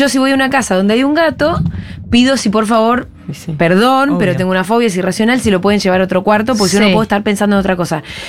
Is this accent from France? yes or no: no; Bariloche, Río Negro, Argentina; moved away; de chica nunca vi gatos. En Bariloche no hay gatos.